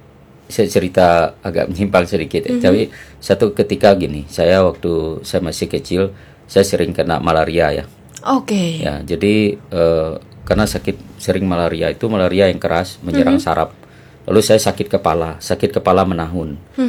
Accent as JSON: {"language": "Indonesian", "area": "Serawai District", "region": "West Kalimantan", "country": "Indonesia", "tie": "born or raised there", "said": "Dan ada kampung saya itu, yang saya bilang tadi itu, orang kampung itu mendata menjadi penduduknya itu, namanya itu Lemboyu namanya, kampung itu di Kecamatan Serawai, pedalaman."}